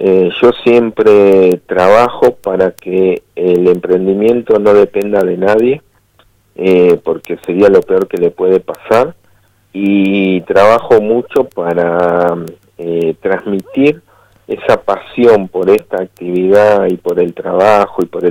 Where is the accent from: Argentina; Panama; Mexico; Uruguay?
Argentina; lo que sentimos como argentinos cuando juega la selección